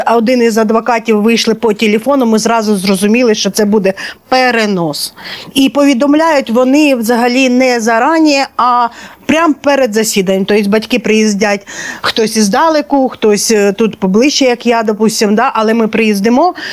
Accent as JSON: {"language": "Ukrainian", "town": "Myrhorod", "region": "Poltava Oblast", "country": "Ukraine", "said": "Ми самі з Миргорода."}